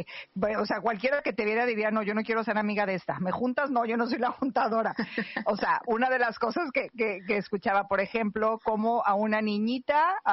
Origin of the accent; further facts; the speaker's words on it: Mexico; yo como mexicana